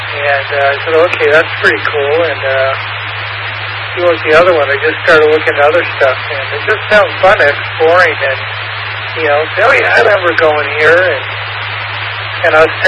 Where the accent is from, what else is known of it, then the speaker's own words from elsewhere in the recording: Renton, Washington, United States; now in Union City, United States; when I was growing up in Renton, we lived way out on the edges of Renton in this woods.